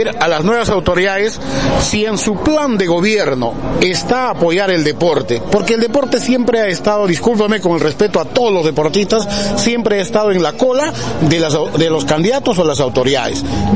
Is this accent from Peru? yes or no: yes; Peru; nuestra originalidad como peruanos.